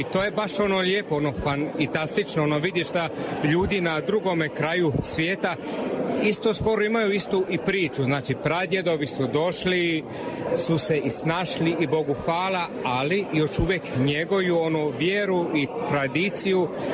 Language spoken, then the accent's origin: Croatian; Munich, Bavaria, Germany; born there; Croatian is a second language; rođen sam gore u Njemačkoj, u Minhen